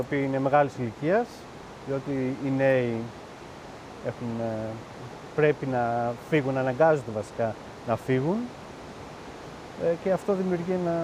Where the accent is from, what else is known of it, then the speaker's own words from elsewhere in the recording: Central Greece, Greece; now in Koriskades, Greece; Εγώ είμαι στην ουσία Φιώτιδα, σύνορα Φιώτιδας με Βρετανία. Το χωριό μου λέγεται Φριστός, αλλά μένω στις Κορισκάδες. Το χωριό Κορισκάδες είναι ένα μικρό χωριουδάκι δίπλα στο Καρπενής. 24 κάτοικοι.